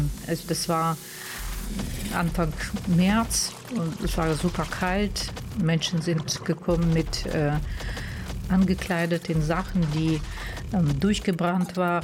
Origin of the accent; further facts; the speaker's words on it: Russia; German is a second language; now in Germany; Ich fühle mich schuldig für dieses Krieg, weil ich Russin bin. Aber lange Jahre in Deutschland, also geben mir recht, mich nicht als Russin mehr zu empfinden. Also ich bin auch keine Russin, ich habe nur deutschen Pass.